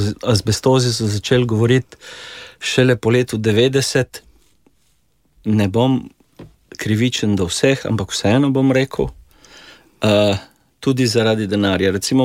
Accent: Plave, Goriška, Slovenia; born or raised there; also born or lived in Šempeter pri Gorici / Tolmin

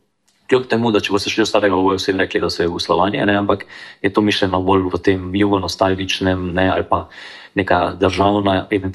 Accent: Šmartno ob Paki, Savinjska, Slovenia; born there; vem pa, naprimer, zgodbo iz mojega rojstnega kraja, se pravi, na Šmartno opaki

